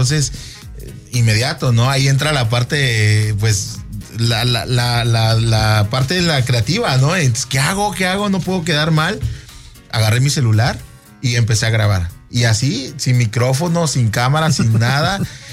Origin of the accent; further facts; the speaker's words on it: Boca del Río, Veracruz, Mexico; born there; moved away as an adult; also born or lived in Riviera Maya / Oaxaca / Saltillo, Coahuila; yo nací en Boca del Río?